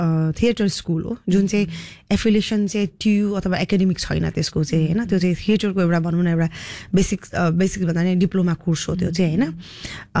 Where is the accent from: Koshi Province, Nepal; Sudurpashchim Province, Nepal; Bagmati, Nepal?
Koshi Province, Nepal; Dharan; म चाहिँ जन्मे हुर्केको चाहिँ धरान हो.